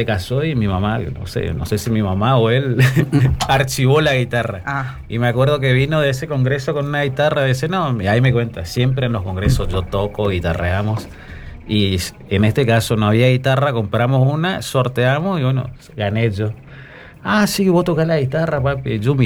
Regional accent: Formosa, Argentina; Yo soy de Formosa.

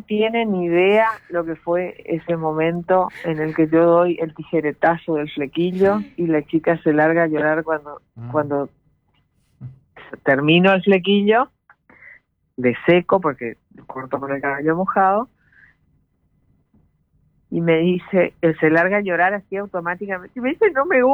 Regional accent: Paso de los Libres, Corrientes, Argentina; born there; De Paso de los Libres.

